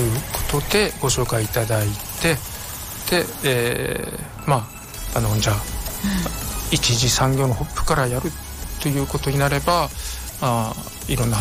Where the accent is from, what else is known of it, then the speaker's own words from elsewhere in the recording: Yamagata, Japan; moved away; 私出身は山形なんですけど